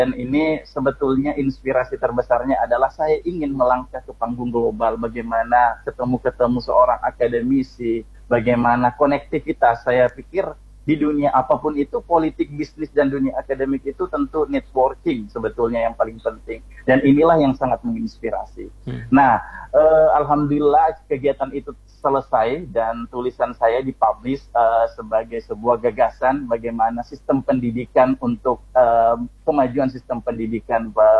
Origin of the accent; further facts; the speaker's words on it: Watansoppeng, South Sulawesi, Indonesia; saya orang Sopeng ya. Saya sekolah di Sopeng SMA-nya.